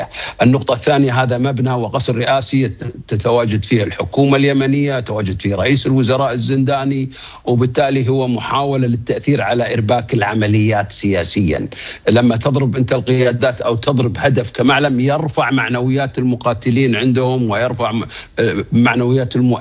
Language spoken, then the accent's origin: Arabic; Kuwait; عندنا في الكويت